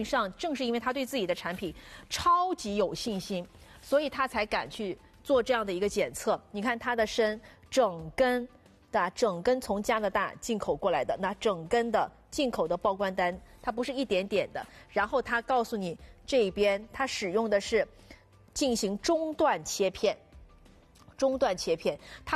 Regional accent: Jiangxi, China; 我是江西人，我们江西人是很能吃辣的。

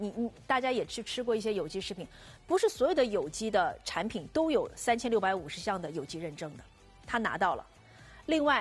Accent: Jiangxi, China; now in Shanghai, China; 回到老家一起出去玩，我们老家爬庐山啊什么的

